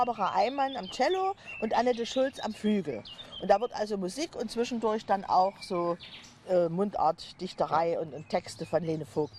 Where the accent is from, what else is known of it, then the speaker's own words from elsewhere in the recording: Saxony, Germany; born there; ich bin ja auch Sächsin von Geburt und Gemüt.